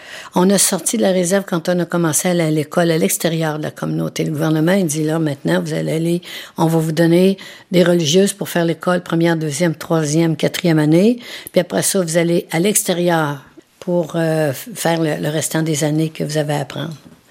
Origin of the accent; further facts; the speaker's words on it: Wendake, Quebec, Canada; Je suis née ici à Wendake, j'ai de 75 ans et plus.